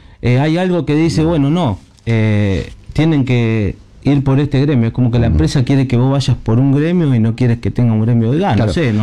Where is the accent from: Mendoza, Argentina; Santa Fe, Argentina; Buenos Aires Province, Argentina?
Santa Fe, Argentina; Casilda; Y yo he caminado por esta ciudad desde que nací. Yo nací acá en Casilda